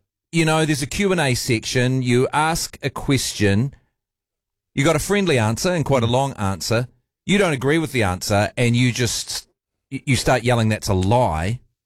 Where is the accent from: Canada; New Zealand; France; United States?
New Zealand; Dunedin, Otago; me coming out of Dunedin, just blasting on about my hometown constantly.